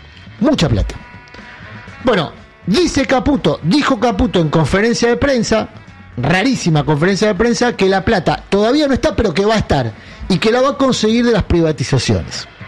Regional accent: Argentina; los argentinos, que somos argentinos de bien, pero al mismo tiempo somos bastante pelotudos

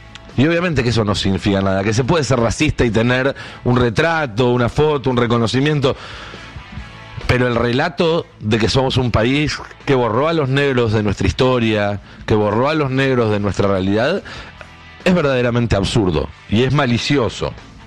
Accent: Argentina

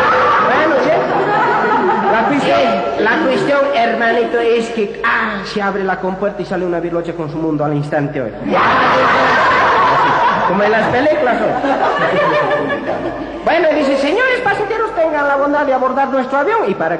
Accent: Bolivia; Como los bolivianos no tenemos mar, no sabemos nadar.

